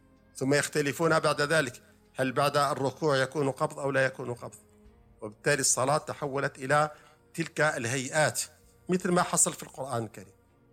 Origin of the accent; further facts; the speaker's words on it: Algeria; عندنا في الجزائر، المذهب المالكي في الجزائر